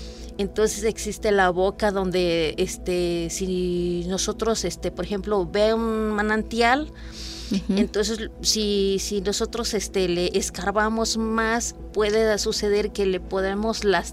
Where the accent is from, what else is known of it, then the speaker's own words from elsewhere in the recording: Palmital, Veracruz, Mexico; Entonces, yo soy de Palmital, pertenece a Tantuyuca. Palmital ya está colinda con casi como 20 minutos al estado de Hidalgo.